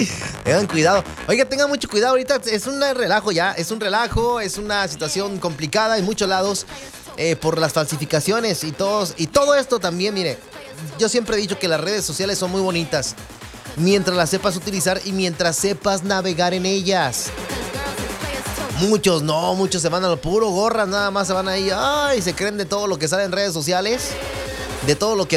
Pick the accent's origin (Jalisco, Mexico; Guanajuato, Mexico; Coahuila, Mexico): Guanajuato, Mexico; Salamanca; moved away; Algo que sucedió en Salamanca, Guanajuato, allá en mi tierra.